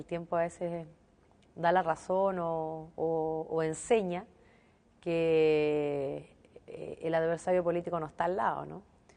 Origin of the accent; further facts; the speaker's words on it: Chile; todos somos parte de Chile